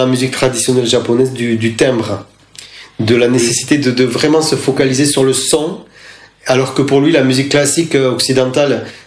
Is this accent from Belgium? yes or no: no; Occitanie, France; born there; Moi, je suis né en Occitanie, dans la région qui s'appelle Gascogne, proche du Pays Basque, avec des racines dans ma famille aussi, des racines en Espagne et en Catalogne. Donc, j'ai grandi avec les langues françaises, occitanes, catalanes et espagnoles dans les oreilles et dans la bouche.